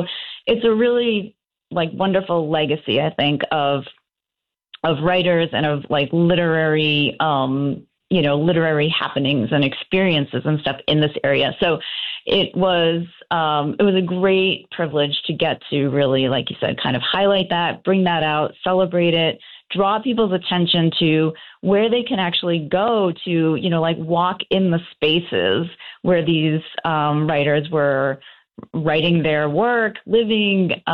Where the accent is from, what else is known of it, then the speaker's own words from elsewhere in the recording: New England, United States; I'm from New England. I grew up here, and I live just outside of Boston